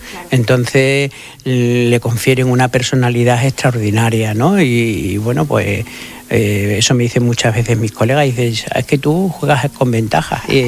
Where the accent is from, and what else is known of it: Extremadura, Spain